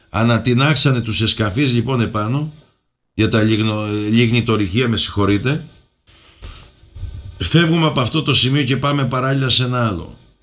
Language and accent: Greek; Greece; ως Έλληνας πολίτης